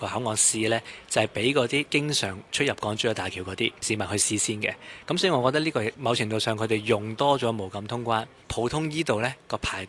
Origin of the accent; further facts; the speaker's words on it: Hong Kong; 就算我哋香港人平時睇手機